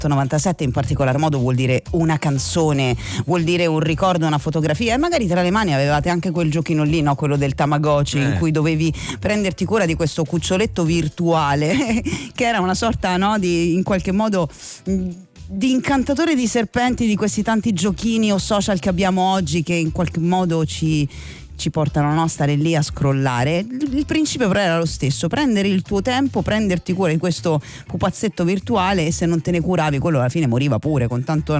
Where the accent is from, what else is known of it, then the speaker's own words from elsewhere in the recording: Rome, Lazio, Italy; Sono di Roma Est in realtà.